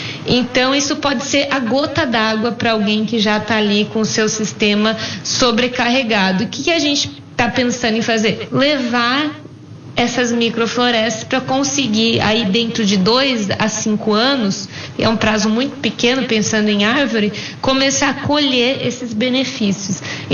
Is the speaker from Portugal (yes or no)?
no; Americana, São Paulo, Brazil; Eu sou de Americana